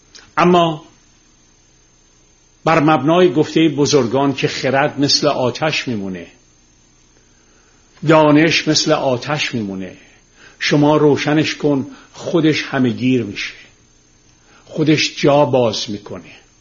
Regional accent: Tehran, Tehran Province, Iran; چون ما تو گل و شل بزرگ شدیم، من روزی که خیابون و کوچه های تهران رو تیر میذاشتن که سیم برق بکشن یادمه. خونه ما که برق کشیدن همسایه روبرویمون اومد به مادر من گفت این بچه هاتو میکشه.

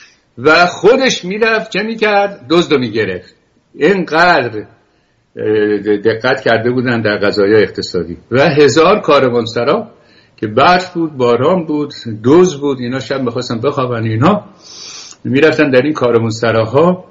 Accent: Iran; moved away as an adult; also born or lived in France / England; now in United States; ما رفتیم به انگلیس و بعد رفتیم به اول فرانسه و بعد انگلستان و از انگلستان آمدیم آمریکا و فرهنگ برای ما بیگانه بود. با همون لباس و خودشلواری که ایران میپوشیدیم

